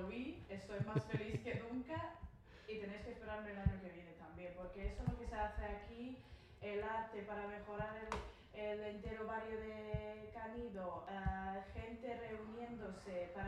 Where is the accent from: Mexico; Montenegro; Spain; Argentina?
Montenegro; Spanish is a second language; moved away; Vengo de Montenegro